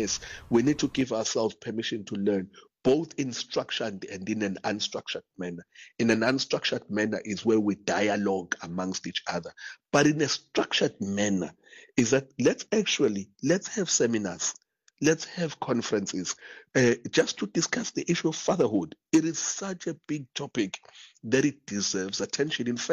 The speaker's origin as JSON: {"language": "English", "town": "Durban", "region": "KwaZulu-Natal", "country": "South Africa", "tie": "born or raised there", "said": "We grew up where I'm born and raised in Durban."}